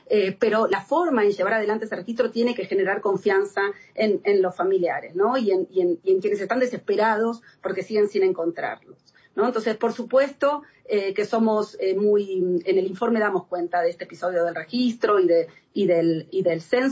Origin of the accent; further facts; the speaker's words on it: Argentina; Vengo de Argentina y saben toda la discusión que hay sobre si son 30.000 o no son 30.000.